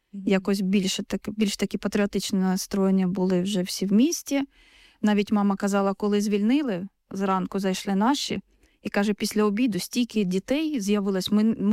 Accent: Sievierodonetsk, Luhansk Oblast, Ukraine; Я народилась в місті Сєвєродонецькій, виросла і до останнього дня там була, ніде більше не жила, тільки Сєвєродонецьк.

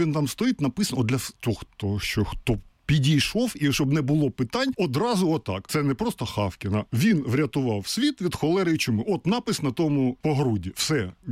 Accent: Berdiansk, Zaporizhzhia Oblast, Ukraine; moved away as an adult; now in Kyiv, Ukraine; тільки через повномасштабне вторгнення я виїхав з Бердянська і вже 3.5 роки в Києві, а до того і я народився в Бердянську, і мої предки багато поколінь.

